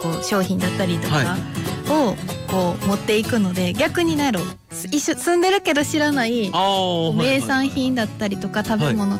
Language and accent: Japanese; Kobe, Hyogo, Japan; その地元神戸とか兵庫の